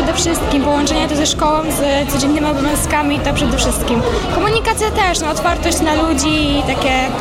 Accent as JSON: {"language": "Polish", "town": "Bydgoszcz", "region": "Kuyavian-Pomeranian Voivodeship", "country": "Poland", "said": "jestem z Bydgoszczy, spod ramienia Burs numer 1."}